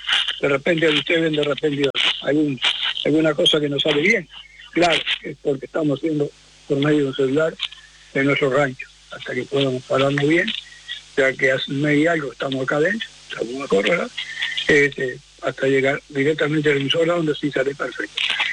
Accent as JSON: {"language": "Spanish", "town": "Sarandí", "country": "Uruguay", "tie": "born there", "said": "soy de Sarandí, sí, nací en Sarandí, sí, el pueblo más hermoso, más grande del mundo entero"}